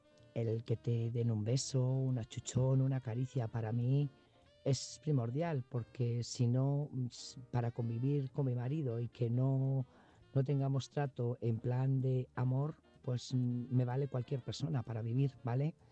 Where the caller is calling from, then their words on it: Burgos, Castile and León, Spain; Buenas noches … corresponsal de Burgos